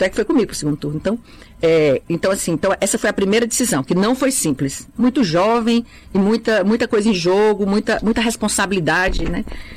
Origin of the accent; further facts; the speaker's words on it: Fortaleza, Ceará, Brazil; born there; Eu nasci na periferia de Fortaleza, no Mudubim, quando era. Mudubim ainda tinha vacaria. Então, assim, ali era a zona rural de Fortaleza.